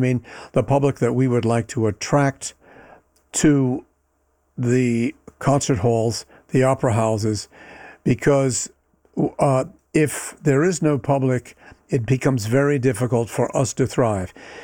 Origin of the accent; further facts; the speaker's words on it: New York City, New York, United States; I grew up in New York City, took the New York City subways as a kid.